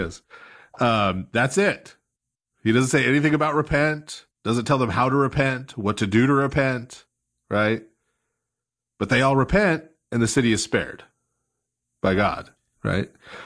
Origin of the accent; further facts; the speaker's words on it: Louisiana, United States; You know, I'm a glutton from Louisiana. You can't trust me on this at all.